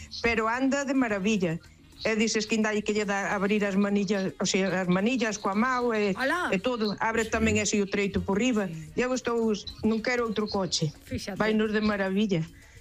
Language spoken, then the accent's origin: Galician; Maceda, Galicia, Spain; Hola amigos, bons días. … de Maceda.